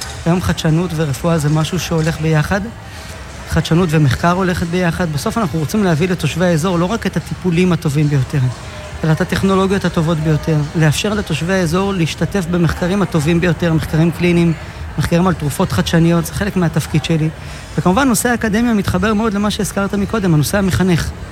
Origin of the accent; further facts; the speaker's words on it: Tiberias, Northern District, Israel; אז לי היו את הנסיבות לחזור לכאן, ולמזלי זה התאפשר לי